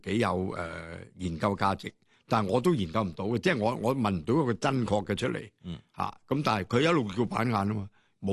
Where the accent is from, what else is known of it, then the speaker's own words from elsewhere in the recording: Guangdong, China; 因为我哋广东人咧。叫嗰个系轻拍，叫做钉噶嘛，